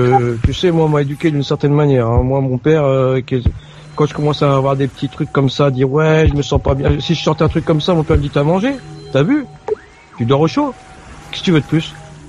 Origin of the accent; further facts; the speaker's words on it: France; born there; Alors, moi, je suis né en France, donc j'ai pas connu ce que mon père a vécu et mes parents ont vécu.